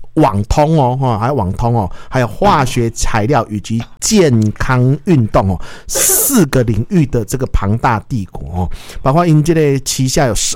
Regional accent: Taiwan; 在我们台湾人的目光哈，了解说原来有这个公司一个台钢集团的

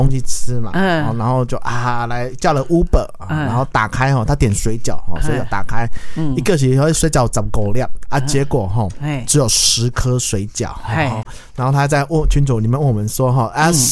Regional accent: Taiwan; 我们台湾人已经受不了

